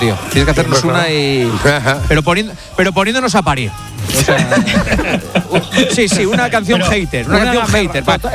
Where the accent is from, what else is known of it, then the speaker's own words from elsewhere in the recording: Gijón, Asturias, Spain; No como yo, que soy de Gijón y soy un saborío, que vamos.